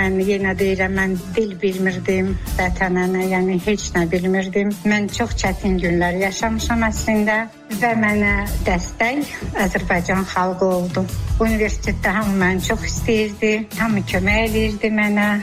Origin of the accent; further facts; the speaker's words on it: Kazreti, Kvemo Kartli, Georgia; Sonra orada Bolun Sayonun Qazreci qəsəbəsi var. Orada qızıl fabriklar atam orada işləyib. Biz keçmişik ora. Orada mən Rus məktəbi bitirmişəm, orta məktəb.